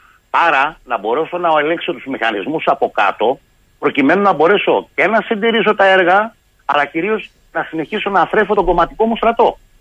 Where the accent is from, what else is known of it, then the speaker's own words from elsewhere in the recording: Central Greece, Greece; also born or lived in Dafni; πριν πάω στην ιδιαίτερη πατρίδα μου την Εύβοια.